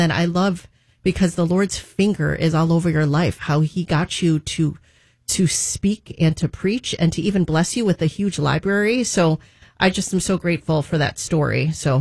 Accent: Glenview, Illinois, United States; Yeah, I'm from Glenview, Illinois

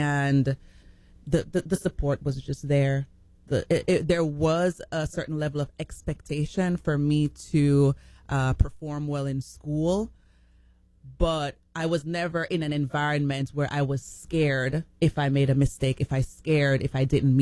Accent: Jamaica; I am Jamaican.

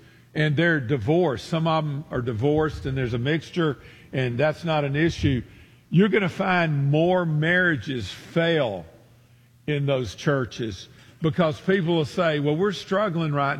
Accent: Memphis, Tennessee, United States; Of course, I'm from Memphis, and Oxford's less than 100 miles from us

